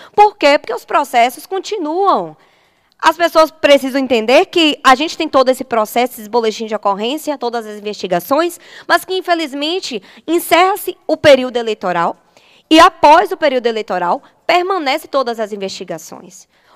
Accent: Coração de Maria, Bahia, Brazil; reside sozinha na cidade de Coração de Maria. Cidade essa a qual eu me criei, nasci no Hospital Ângelo Martins, tenho família, tenho residência fixa.

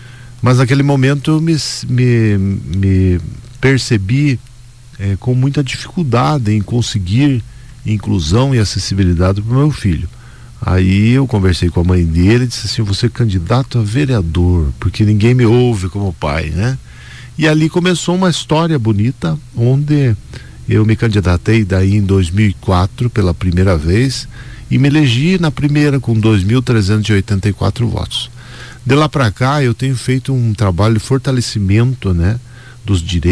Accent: Fernandes Pinheiro, Paraná, Brazil; moved away as an adult; now in Ponta Grossa, Brazil; eu sou da região aqui, eu sou de Fernandes Pinheiro, muito próximo daqui, um lugar chamado Angaí. Nasci, me criei lá. E quando completei 18 anos, fui para Ponta Grossa, né?

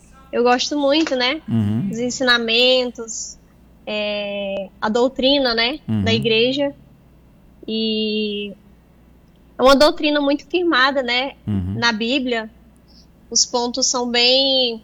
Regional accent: Imperatriz, Maranhão, Brazil; moved away as an adult; now in Uberlândia, Brazil; Eu sou de Maranhão, Imperatriz do Maranhão, resido aqui em Uberlândia, tem uns 3 anos, depois que eu casei, né, eu vim embora para cá, meu esposo é mineiro.

